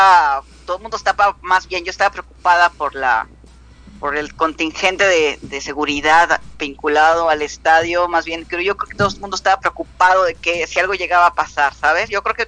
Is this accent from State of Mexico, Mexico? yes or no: no; Acapulco, Guerrero, Mexico; moved away as an adult; now in Mexico City, Mexico; yo viví en el puerto como hasta los 21 o 22. Luego me vine a la Ciudad de México y ya a partir de ahí establecí una relación de ir y volver, ¿no? O sea, es decir, me quedaba por temporada.